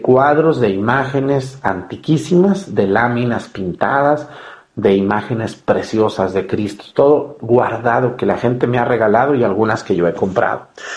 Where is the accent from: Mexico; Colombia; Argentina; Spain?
Mexico; Mexticacán, Jalisco; Cuando en mi pueblo, en Mesticacán, inauguramos la Virgen del Carmen